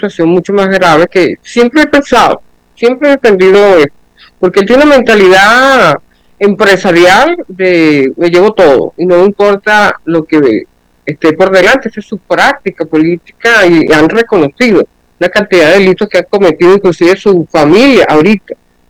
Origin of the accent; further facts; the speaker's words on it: Venezuela; nosotros como venezolanos